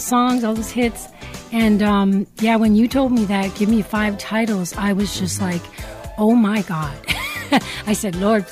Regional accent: Toronto, Ontario, Canada; moved away as an adult; now in Los Angeles, United States; I grew up with hip hop, and I'm from Toronto, you know, Canada, and I'm from, like, I always tell people I'm from the Compton of Toronto.

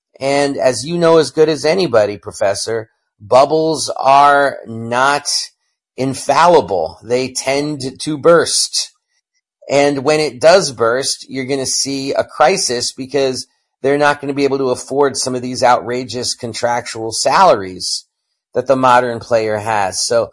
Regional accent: New York City, New York, United States; I'm from New York City. It had been 51 years.

